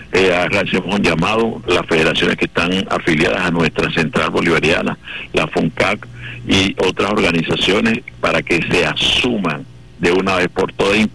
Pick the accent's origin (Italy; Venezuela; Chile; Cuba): Venezuela; como el pueblo valiente que somos los venezolanos y las venezolanas.